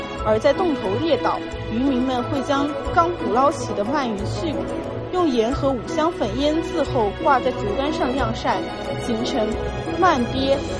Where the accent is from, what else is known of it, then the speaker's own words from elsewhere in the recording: Wenzhou, Zhejiang, China; 作为一个土生土长的温州人，